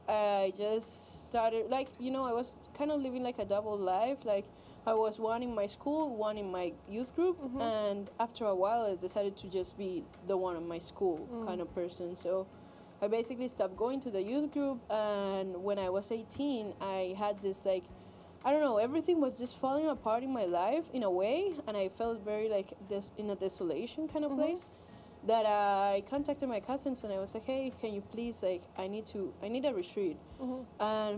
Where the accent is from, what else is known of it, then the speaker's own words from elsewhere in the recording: Colombia; moved away as an adult; I am from Colombia. I was born and raised there. I left my country when I was 22, so that's a pretty long time. I am as Colombian as a person can be.